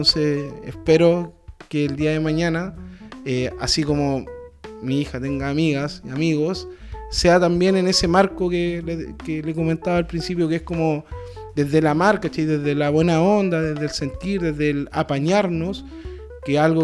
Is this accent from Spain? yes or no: no; San Bernardo, Santiago Metropolitan Region, Chile; born there